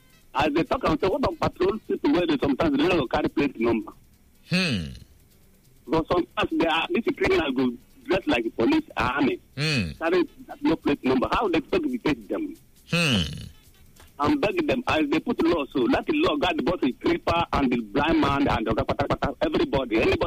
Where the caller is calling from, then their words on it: Asaba, Delta, Nigeria; I'm calling from Asaba.